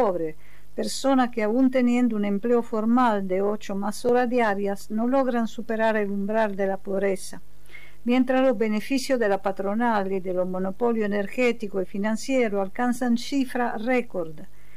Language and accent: Spanish; Italy; periodista y escritora italiana